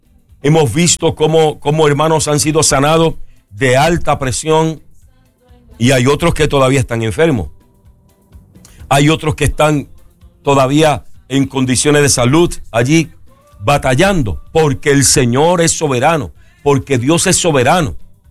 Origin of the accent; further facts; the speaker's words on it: Puerto Rico; en el barrio donde yo me crié, en Algarrobo, por allí en Caimito